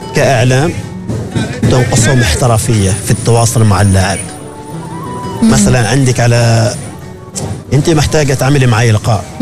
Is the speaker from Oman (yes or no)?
yes; Salalah, Dhofar, Oman; ترى أنا من صلالة